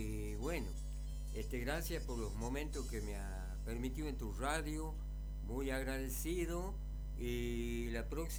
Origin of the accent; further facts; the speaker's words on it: Ramada de Abajo, Tucumán, Argentina; Yo vengo de la Ramada de Abajo, departamento Burruyaco, paraje conocido como el Portón de Virginia, donde tengo mi humilde rancho a orillitas del canal.